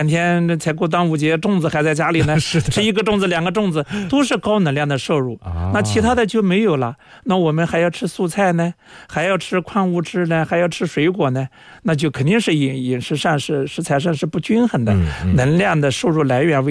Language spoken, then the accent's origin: Chinese; China